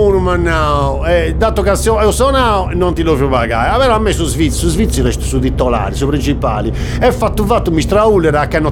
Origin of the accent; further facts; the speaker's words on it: Capoterra, Sardinia, Italy; Io sono di Capoterra.